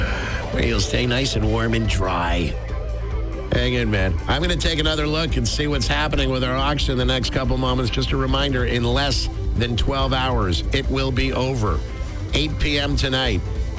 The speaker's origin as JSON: {"language": "English", "town": "Toronto", "region": "Ontario", "country": "Canada", "tie": "born or raised there", "said": "growing up in Toronto in the 80s"}